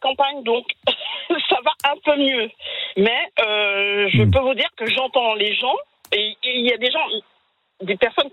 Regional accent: France; Mais quand je suis dans la rue la nuit, en tant que black, les gens, ils ne voient pas si je suis française.

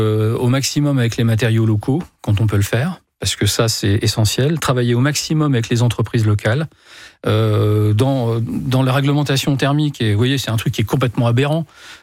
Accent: Hauts-de-France, France; Moi, je viens de la Somme. La Somme, c'est un département, c'est celui où il y a le plus d'éoliennes en France.

